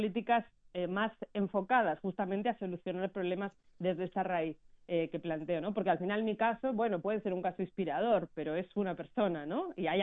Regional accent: Spain; moved away; also born or lived in Buenos Aires, Argentina

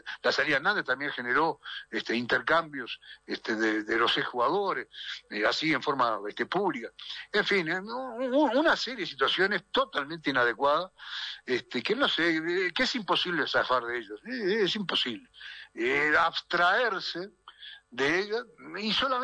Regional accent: Uruguay; Los responsables somos los uruguayos.

